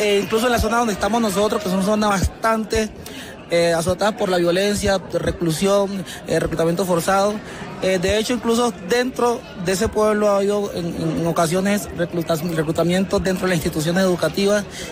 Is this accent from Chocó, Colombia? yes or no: yes; Quibdó, Chocó, Colombia; vigía del fuerte en mi zona, vengo de Quidol.